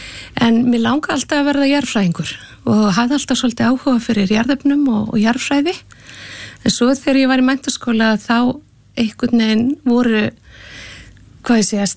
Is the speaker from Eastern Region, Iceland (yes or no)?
no; Rif, Western Region, Iceland; Ég nú ekki alinn upp á Malbiki, þannig að ég fætt og upp alinn á Rifi og Snæfsnesu